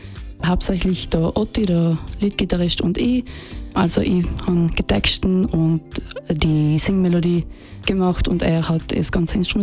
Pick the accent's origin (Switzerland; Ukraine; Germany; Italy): Italy; Bruneck, Trentino-Alto Adige; ich bin aus Bruneck, aus Aufhofen eigentlich. Ich bin Grundschullehrerin, ich bin 28 Jahre alt